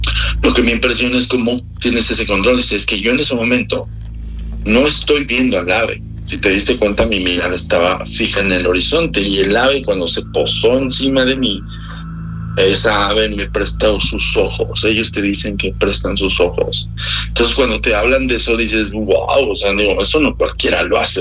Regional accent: Mexico; ni siendo mexicano, soy así como, claro, idiático.

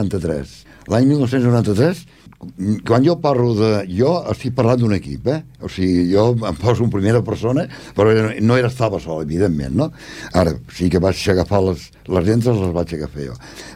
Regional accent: L'Hospitalet de Llobregat, Catalonia, Spain; born there; now in Esplugues de Llobregat, Spain; Jo vaig néixer al barri de la Torrassa de l'Hospitalet de Llobregat, el 6 del 3 del 33. Vaig néixer a la Torrassa, sóc enginyer industrial i resideixo a Esplugues des de l'any 1967.

